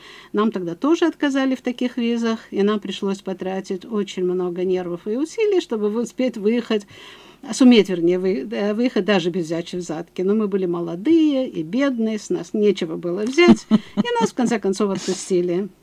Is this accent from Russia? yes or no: no; Sukhumi, Abkhazia, Georgia; moved away as an adult; also born or lived in Tbilisi; now in Australia; Я родилась в солнечном городе Сухуми, столице Абхазии. Училась тогда еще в новооткрытой школе номер 19, которая впоследствии носила имя космонавта Владимира Комарова.